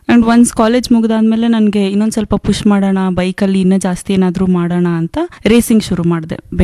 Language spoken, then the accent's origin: Kannada; Hubballi, Karnataka, India; ನಾನು ಹುಬ್ಬಳ್ಳಿಯಿಂದ ಬಂದಿದ್ದೀನಿ. ನಾನು ಹುಟ್ಟಿ ಬೆಳೆದಿದ್ದೆಲ್ಲ ಹುಬ್ಬಳ್ಳಿಯಲ್ಲೇ.